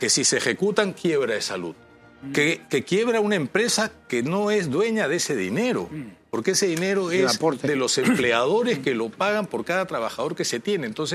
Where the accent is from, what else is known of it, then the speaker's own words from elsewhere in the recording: Peru; pues, y somos peruanos, ¿no? Cuando hay fútbol y la selección peruana juega, todos nos ponemos una camiseta, ¿no?